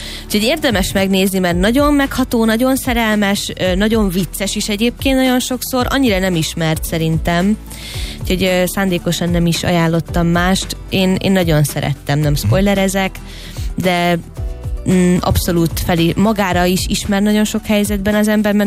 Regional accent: Hungary; born there

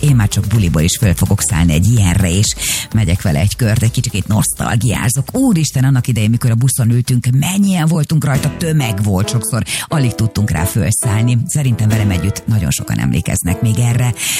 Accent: Nyíregyháza, Szabolcs-Szatmár-Bereg, Hungary; a Kródi Gyula utcán nőttem fel

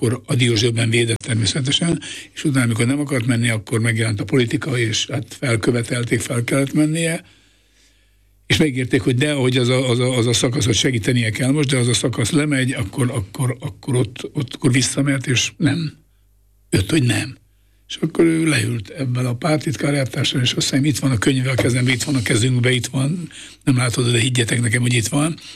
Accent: Miskolc, Borsod-Abaúj-Zemplén, Hungary; born or raised there

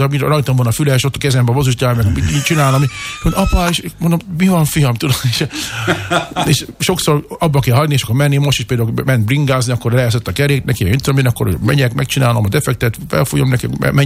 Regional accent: Balassagyarmat, Nógrád, Hungary; moved away; milyen volt Balassagyarmaton felnőni, milyen volt járni az Ipolyra fürdeni

